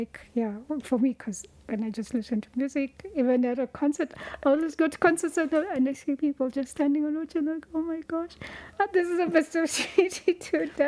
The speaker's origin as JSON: {"language": "English", "region": "Western", "country": "Kenya", "said": "Yes, because we come from Western Kenya. That's our rural home."}